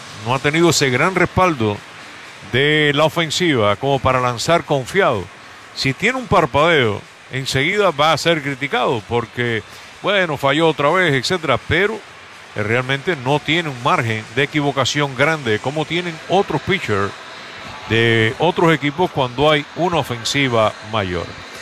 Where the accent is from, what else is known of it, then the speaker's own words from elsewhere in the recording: Cuba; Yo soy el único cubano que no le gusta el churrasco.